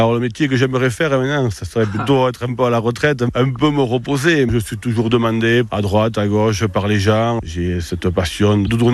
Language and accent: French; Saubusse, Nouvelle-Aquitaine, France; Je suis natif de Saubus.